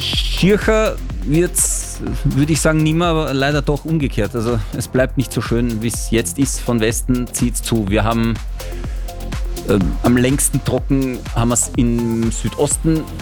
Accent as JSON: {"language": "German", "country": "Italy", "said": "Vor allem nicht warum, als Italiener, aber trotzdem Moussaka, weiß nicht."}